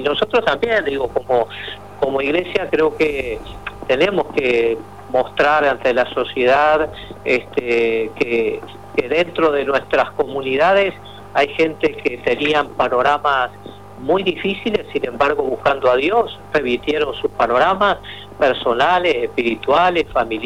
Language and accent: Spanish; Uruguay; nosotros como uruguayos somos de razonar todas las cosas